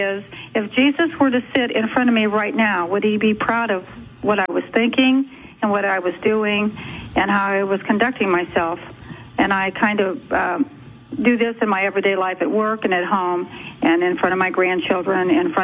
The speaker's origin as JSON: {"language": "English", "region": "Ohio", "country": "United States", "said": "I'm from Ohio."}